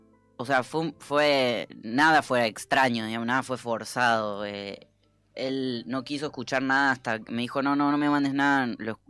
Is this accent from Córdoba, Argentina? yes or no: yes; Laguna Larga, Córdoba, Argentina